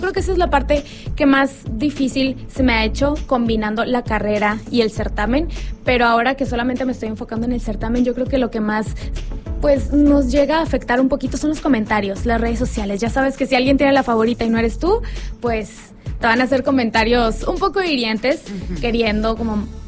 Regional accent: Tampico, Tamaulipas, Mexico; moved away as an adult; also born or lived in Nuevo León; now in Monterrey, Mexico; Bueno, yo sí soy de Tampico, Tamaulipas. Ajá. Viví aquí de chiquita y este año me vine a vivir acá, y cuando quise hacer el casting me dijeron que Tamaulipas ya estaba ocupado, y pues yo sí quería representar al estado en el que nací y claro, donde he hecho la mayoría de mi vida.

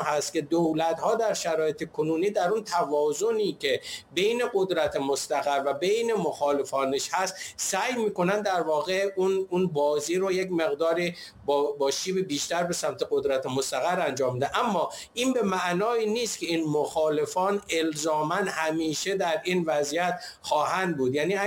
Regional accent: Iran; من به عنوان یک ایرانی

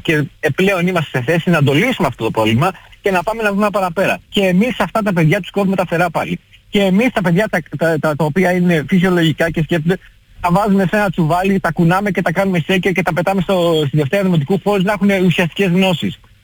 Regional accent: Greece

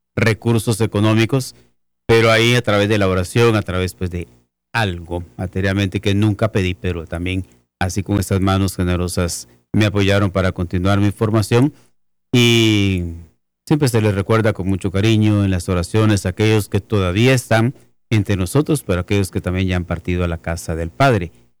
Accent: Guatemala

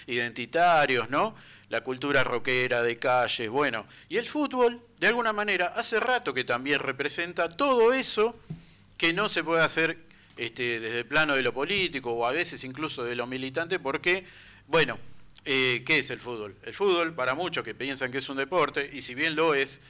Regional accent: Argentina; nosotros, nuestro enemigo histórico, como pueblo argentino

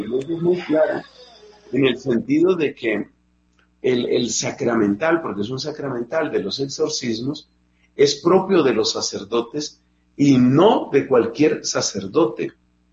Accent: Colombia

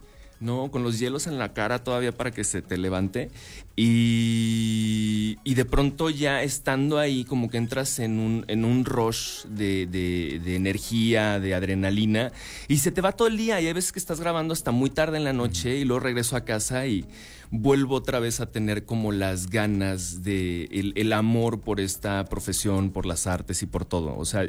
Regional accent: Mexico; así como mexicanos, siempre estamos dispuestos al desmadre

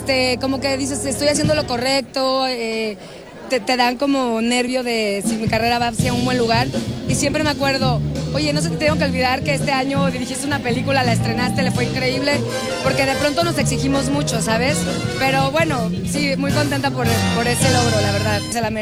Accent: northern border, Mexico; now in United States; yo ya hablaba medio inglés porque soy de frontera, pero el acento, trabajé muchísimo, me enfoqué 100% en el mercado y en audicionar y abandoné México completamente.

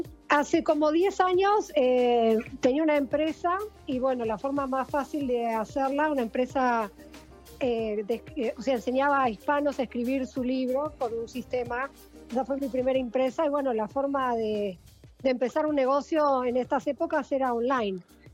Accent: Argentina; moved away as an adult; now in Miami, United States; Yo soy argentina, así es.

